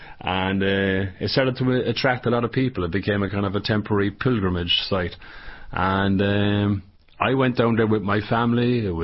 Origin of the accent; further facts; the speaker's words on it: Ireland; Okay, I grew up in Ireland. I was born in the 70s. I grew up in the 80s.